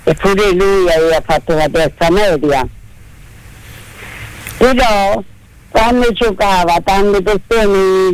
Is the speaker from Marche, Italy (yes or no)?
yes; Pollenza, Marche, Italy; born there; Perché io sono di Pollenza, sono nata a Pollenza, e mia zia era dottore di lì a Pollenza.